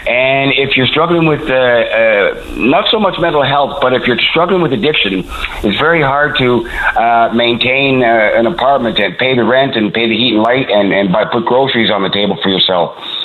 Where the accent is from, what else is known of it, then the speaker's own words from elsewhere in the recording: Toronto, Ontario, Canada; also born or lived in British Columbia; now in Newfoundland, Canada; I grew up in Toronto, and I was put in foster care at the age of 6